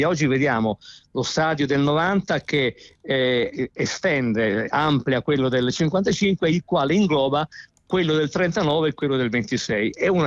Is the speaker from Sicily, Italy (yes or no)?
no; Tuscany, Italy; now in Milan, Italy; Io mi sono trasferito a Milano dalla Toscana nel 1981, quindi quest'anno faccio i 46 anni di presenza su questo stadio.